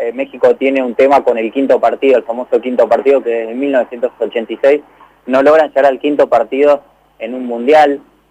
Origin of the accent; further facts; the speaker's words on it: Buenos Aires, Argentina; now in Miami, United States; Y algunos precios me animo a decir que son más baratos que por lo menos Buenos Aires, que es de donde yo vengo.